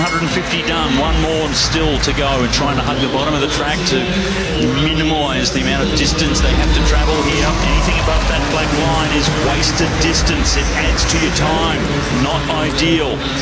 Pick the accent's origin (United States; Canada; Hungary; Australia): Australia; accent: Australian; Some of you may recognise our accents as Australian.